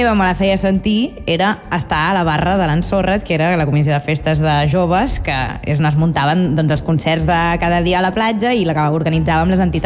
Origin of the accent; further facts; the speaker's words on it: Blanes, Catalonia, Spain; born there; del meu poble de Blanes